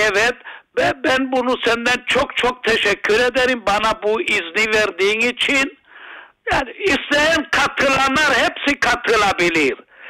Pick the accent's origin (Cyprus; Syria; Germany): Cyprus; Larnaca District; born there; now in Yeni Boğaziçi (Ayios Sergios), Cyprus; Ben benim köyüm eski köyüm Aytotoru Yeni Boğaziçi. Şimdi benim yeni köyüm yeni Ayasergi Yeni Boğaziçi.